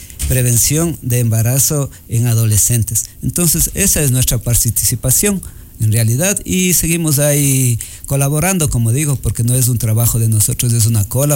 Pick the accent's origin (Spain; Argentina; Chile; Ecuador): Ecuador; nosotros somos el ombligo del Ecuador